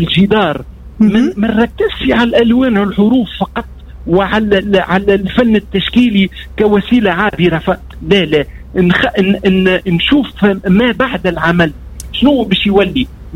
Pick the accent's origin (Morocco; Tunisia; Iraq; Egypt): Tunisia; Kairouan, Kairouan Governorate; ترويج لمدينتي مدينة القيروان، مدينة الجنوب.